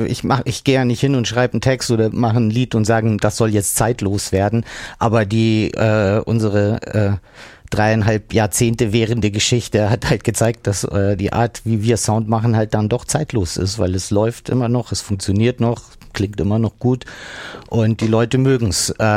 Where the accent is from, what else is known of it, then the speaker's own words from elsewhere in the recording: Munich, Bavaria, Germany; das ist halt die Stadt, aus der wir kommen, in der wir geboren sind, in der wir groß geworden sind, in der wir leben. Insofern haben wir nicht den Blick von außen auf München, sondern eben von innen.